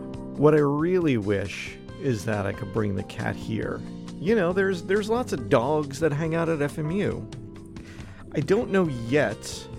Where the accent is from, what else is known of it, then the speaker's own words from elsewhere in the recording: United States; I grew up in America. I took a economics class and stuff like that.